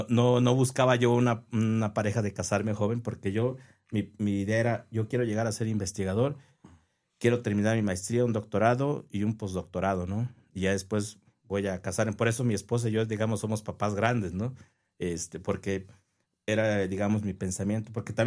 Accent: Mexico; Yo quería estar aquí en mi país.

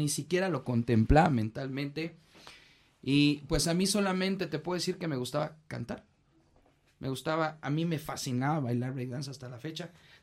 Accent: Mexico City, Mexico; also born or lived in Tlalnepantla; crecimos, no sé, 3-4 años de edad en Tlalnepantla, Estado de México, pero a partir de ahí me crié aquí en el centro, en la colonia Guerrero, pues muy cerquita de Garibaldi

